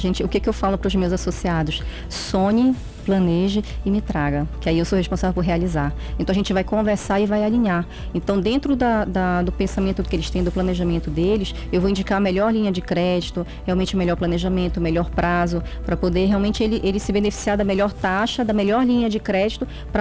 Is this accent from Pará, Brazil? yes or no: yes; Belém, Pará, Brazil; moved away; sou paraense.